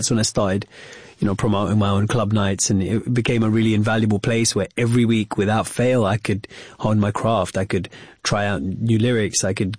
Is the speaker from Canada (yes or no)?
no; Wembley, London, United Kingdom; So I grew up in the mid-90s in the UK. I grew up in Wembley.